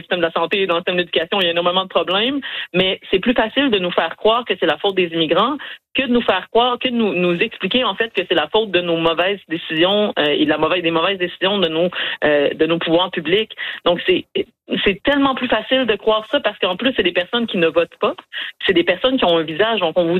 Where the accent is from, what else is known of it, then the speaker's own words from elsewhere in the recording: Sherbrooke, Quebec, Canada; also born or lived in Montreal; now in Gatineau, Canada; Je viens de Sherbrooke, j'habite à Montréal, j'habite maintenant à Gatineau.